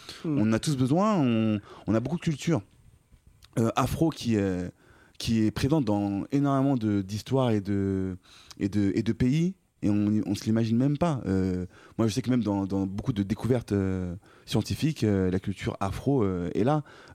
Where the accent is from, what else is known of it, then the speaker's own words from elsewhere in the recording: France; Oui, ça va. Je suis français aussi, donc ça va.